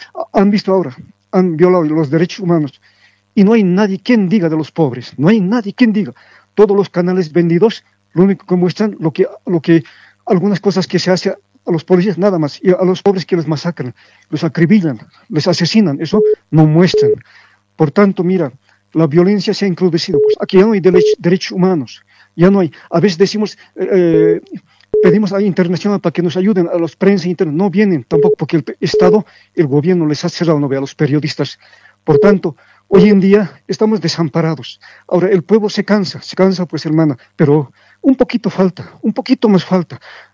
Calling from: El Alto, La Paz, Bolivia; Yo vivo en El Alto

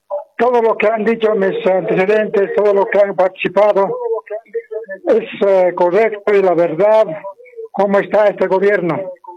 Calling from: La Paz, Bolivia; de La Paz.

